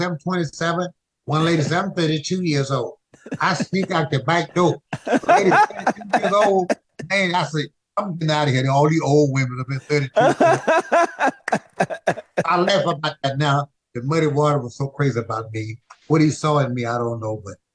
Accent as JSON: {"language": "English", "town": "Pine Bluff", "region": "Arkansas", "country": "United States", "tie": "born or raised there", "also_born_or_lived": "Hainesville, Louisiana", "said": "I was born in Louisiana, the home of Hainesville, Louisiana. But I left in 1947 and went to Pine Bluff, Arkansas, because my dad moved to Arkansas where he had a church in Pine Bluff, Arkansas"}